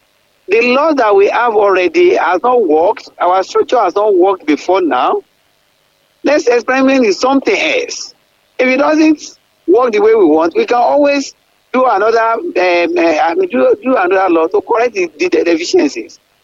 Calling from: Iwo, Osun, Nigeria; from Iwo.

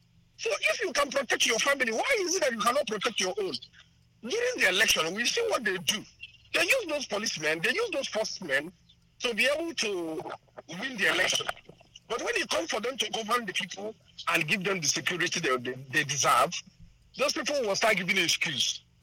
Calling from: Enugu, Enugu State, Nigeria; I come from Enugu.

